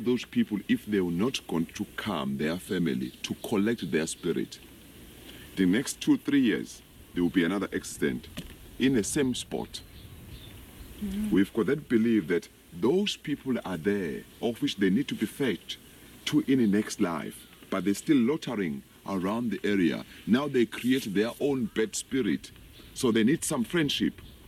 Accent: South Africa; So Ndebele, Swazi, Zulu, and Xhosa, all four, we fall under one group. We call ourselves Nguni people.

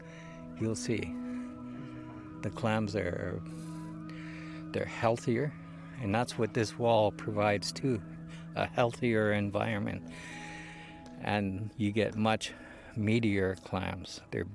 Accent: Tsartlip, British Columbia, Canada; I'm from the Hoosanich community, Sartlip. I carry my grandfather's Indian name

